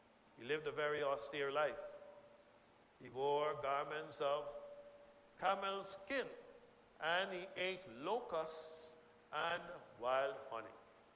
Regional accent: Guyana; moved away as an adult; also born or lived in Exuma, Bahamas; now in Bahamas; I grew up in Guyana, and in Guyana, we didn't know anything about hurricanes. Don't have hurricanes in Guyana.

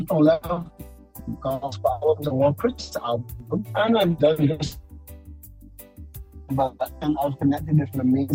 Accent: Barbados; I'm a 36-year-old Barbadian man.

